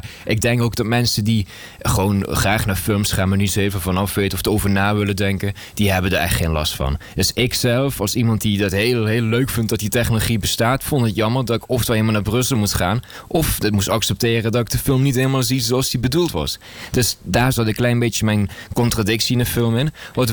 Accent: Netherlands; als Nederlander

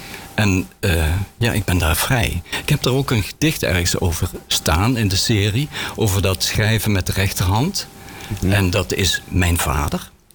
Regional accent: Limburg, Netherlands; Jungske zei … ik kom uit Zuid-Limburg, daar ben ik opgegroeid.

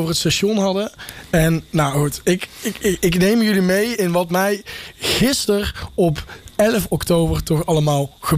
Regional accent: Eindhoven, North Brabant, Netherlands; Ik kom zelf uit Eindhoven

